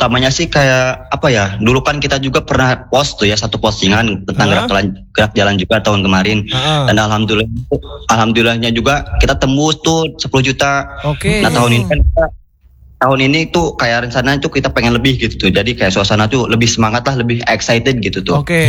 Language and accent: Indonesian; West Java, Indonesia; Iya, kita dari Sunda soalnya.